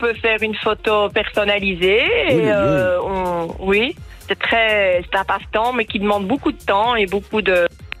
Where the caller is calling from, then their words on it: Dinant, Wallonia, Belgium; J'habite Falmagne.